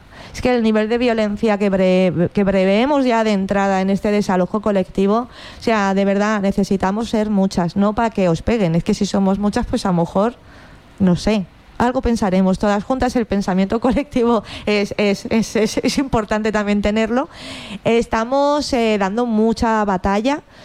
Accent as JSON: {"language": "Spanish", "region": "Valencian Community", "country": "Spain"}